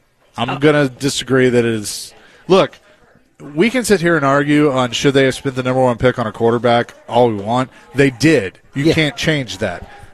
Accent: Kansas City, United States; I am from Kansas City.

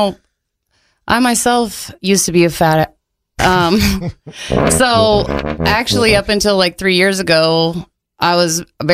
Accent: Colorado, United States; I mean, I'm from Colorado

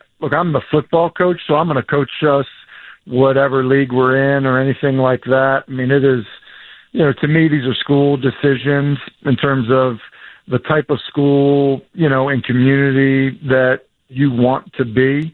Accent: New England, United States; in Tennessee, growing up in New England, you drive 30 minutes and you get to every game, right?

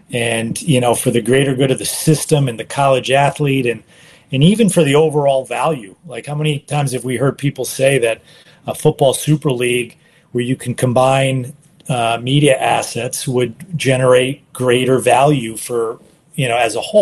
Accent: Northeast, United States; growing up in the Northeast

